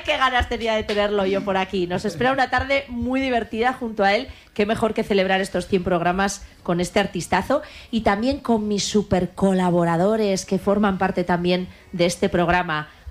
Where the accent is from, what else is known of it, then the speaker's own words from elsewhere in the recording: Pamplona, Navarre, Spain; como personas que vivimos en Pamplona, que somos de Pamplona.